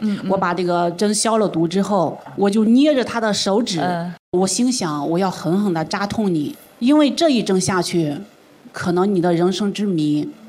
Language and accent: Chinese; Hebei, China; 我们河北那儿的话，人没有那么就那么喜欢吃辣